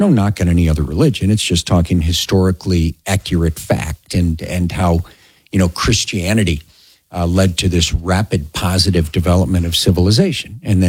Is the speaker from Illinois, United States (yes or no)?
yes; Chicago, Illinois, United States; Yeah, and nobody ever even referenced it. I mean, all the years growing up on Colon, there was never one wisecrack, one anything.